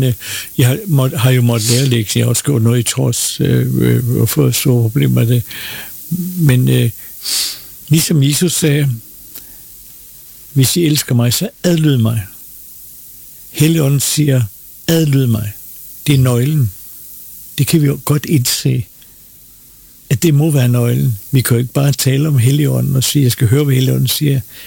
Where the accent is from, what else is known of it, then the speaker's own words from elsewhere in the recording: Copenhagen, Capital Region of Denmark, Denmark; jeg var københavner